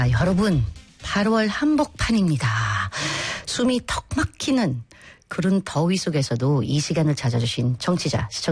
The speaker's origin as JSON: {"language": "Korean", "country": "Philippines", "second_language": "Korean", "moved": "yes", "lives_now": "South Korea", "said": "저도 필리핀에서 왔지만 1년 내내 더운 나라이겠지만"}